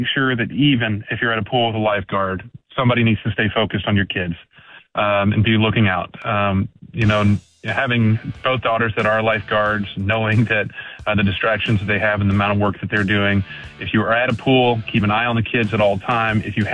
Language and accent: English; Atlanta, Georgia, United States; born there; moved away; also born or lived in East Tennessee; growing up in Atlanta, Georgia, and then East Tennessee.